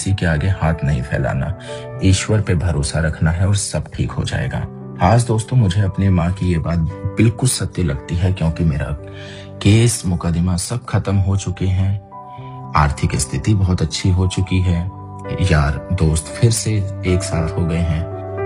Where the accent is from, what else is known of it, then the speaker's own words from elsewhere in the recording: Delhi, India; मैं दिल्ली का रहने वाला हूँ।